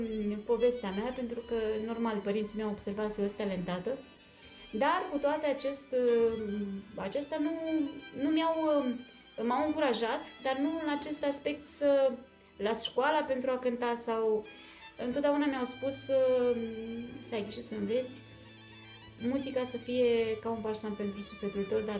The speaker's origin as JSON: {"language": "Romanian", "town": "Bragadiru", "region": "Teleorman", "country": "Romania", "tie": "born or raised there", "said": "Copilăria mea a fost o copilărie minunată. Eu am spus Zimnicea, mai exact este Bragadirul, județul Telâma, lângă Zimnicea. Eu am spus Zimnicea pentru că este cel mai aproape oraș de satul meu"}